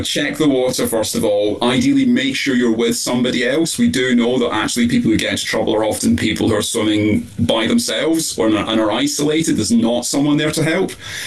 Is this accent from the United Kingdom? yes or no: yes; Scotland, United Kingdom; I mean, I'm from Scotland. We've definitely had a cool climate. I grew up shivering most of the time.